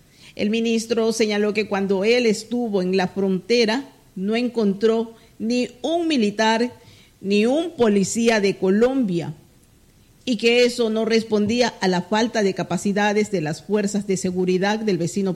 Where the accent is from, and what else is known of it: Ecuador